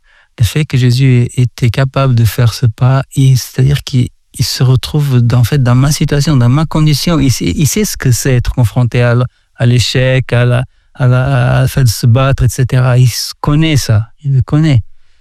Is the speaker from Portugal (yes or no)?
yes; Portugal; Moi, je viens du Portugal